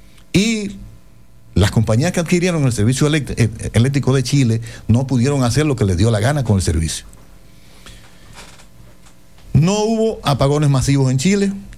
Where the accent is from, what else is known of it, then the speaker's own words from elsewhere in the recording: Dominican Republic; nosotros los dominicanos